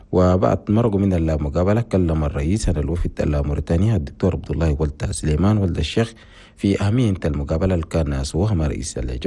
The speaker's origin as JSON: {"language": "Arabic", "country": "Chad", "said": "في بلدنا تشاد"}